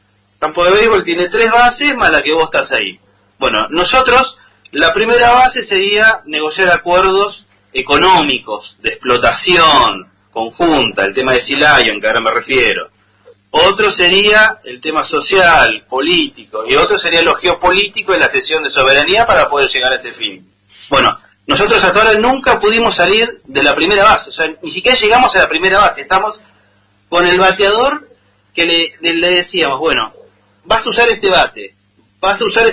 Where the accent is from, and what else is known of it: Argentina